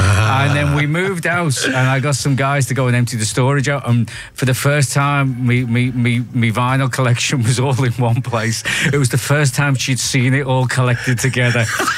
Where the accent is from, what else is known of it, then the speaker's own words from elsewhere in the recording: Liverpool, North West England, United Kingdom; I'm a northern bloke. I grew up in Liverpool in the 80s.